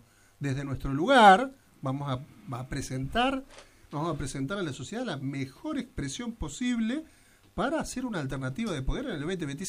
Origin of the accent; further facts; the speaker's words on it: Ramallo, Buenos Aires Province, Argentina; Yo soy de Ramallo, nacido y criado en el partido Ramallo, en el barrio La Isoca.